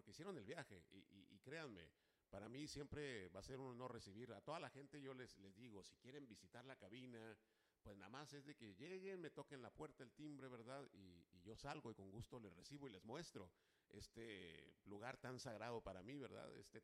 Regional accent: Monterrey, Nuevo León, Mexico; moved away; Ese es un clásico en Monterrey, oye.

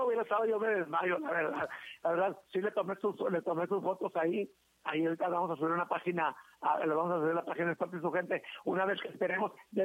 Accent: El Fuerte, Sinaloa, Mexico; a este pueblo mágico de donde soy originario y donde he vivido la mayor parte de mi vida, como muchos portenses

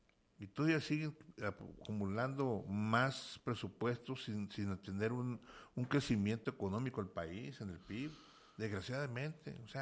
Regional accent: Mexico; Pero nos vale un sorbete como mexicanos, realmente saber el análisis.

